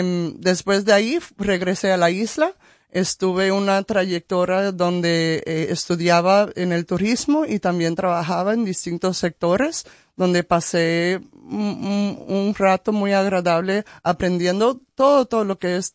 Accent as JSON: {"language": "Spanish", "country": "Aruba", "said": "Pues sí, Aruba es una isla que queda en el Caribe Sur. Somos parte de las Islas Bajos, de las Islas Holandeses, y somos una isla muy pequeña, 19 millas."}